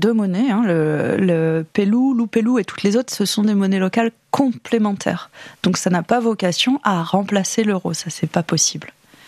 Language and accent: French; Glanges, Nouvelle-Aquitaine, France